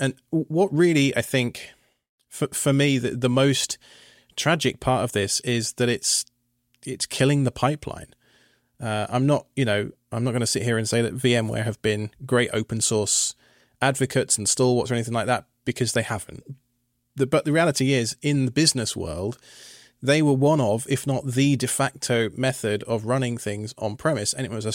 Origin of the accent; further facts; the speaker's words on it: United Kingdom; Hey, look, dude, I'm British. We practically invented sarcasm, so I think we'll be all right.